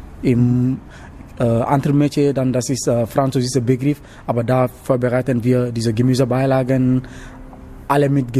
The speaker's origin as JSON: {"language": "German", "region": "Dakar", "country": "Senegal", "second_language": "German", "lives_now": "Germany", "said": "Ja, ich komme genau da im Hauptstadt, also in einer Teile in der Stadtviertel."}